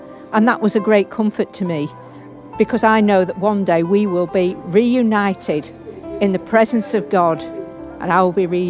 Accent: North West England, United Kingdom; I'm from Lancashire.

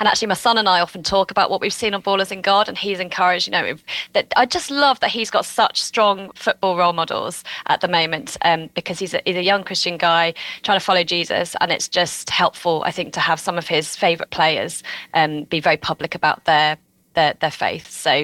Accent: England, United Kingdom; as an English England fan.

